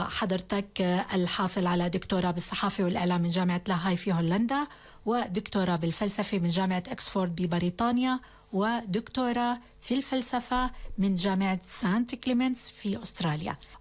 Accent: Syria

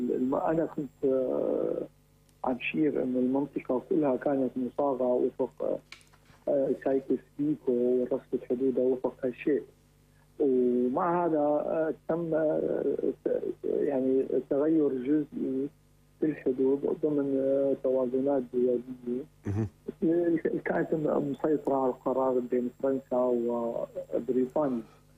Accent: Syria

